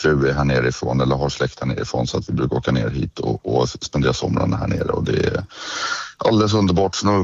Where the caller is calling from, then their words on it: Stockholm, Stockholm County, Sweden; jag är nere här på somrarna och laddar för upp och åker tillbaka till Stockholm.